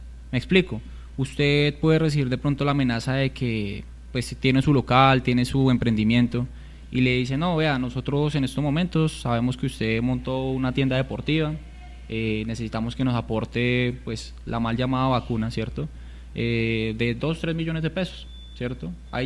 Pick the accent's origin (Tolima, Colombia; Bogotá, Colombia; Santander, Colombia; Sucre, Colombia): Bogotá, Colombia; moved away; No, señor, yo soy de Bogotá.